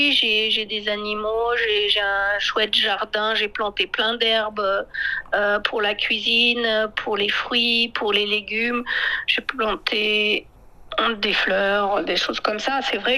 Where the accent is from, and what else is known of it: France